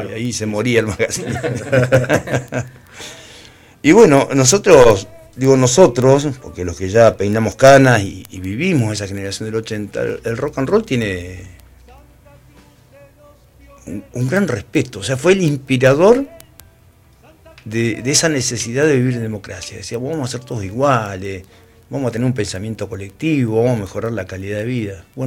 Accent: Argentina; Y claro, si hablábamos en español, somos argentinos, ¿qué vamos a cantar?

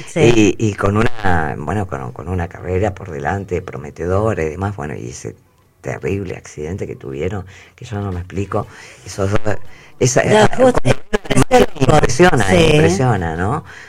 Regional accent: Argentina; soy la única argentina en todo el barrio

